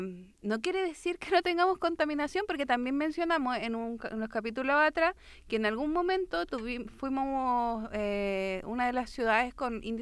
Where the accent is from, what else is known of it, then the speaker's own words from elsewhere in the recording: San Bernardo, Santiago Metropolitan Region, Chile; que yo soy de allá, tú sabes que yo soy vecina de San Bernardo.